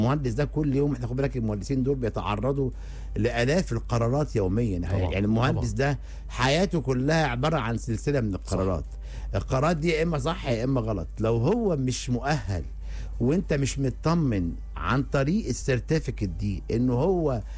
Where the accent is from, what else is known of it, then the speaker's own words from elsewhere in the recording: Egypt; مش انا مصري، انا افتكر ان انا مصري طبعا،